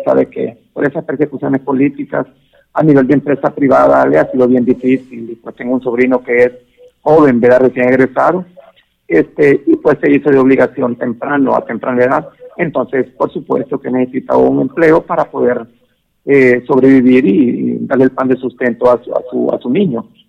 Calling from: La Paz, Honduras; le llamo de la ciudad de La Paz.

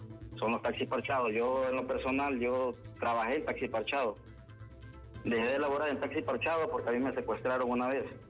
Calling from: Honduras; Todos somos hondureños

